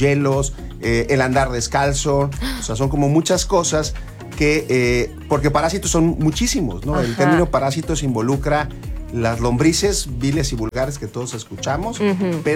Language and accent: Spanish; Mexico; nosotros como mexicanos en Latinoamérica